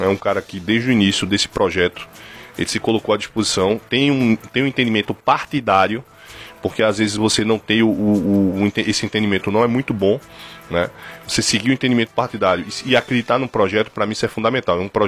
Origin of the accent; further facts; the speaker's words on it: Caruaru, Pernambuco, Brazil; Eu não quero deixar a minha terra distante